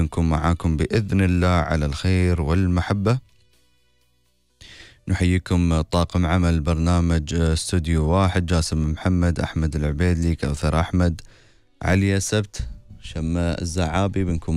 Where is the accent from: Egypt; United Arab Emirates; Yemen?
United Arab Emirates; لدي ابنتان منها وأنا إماراتي